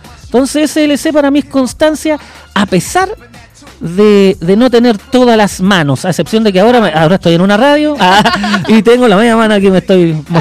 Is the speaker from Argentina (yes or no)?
no; La Florida, Santiago Metropolitan Region, Chile; Toda la vida he vivido en la Florida, en los Quillayes. Después vivo en un sector un poquito más tranquilito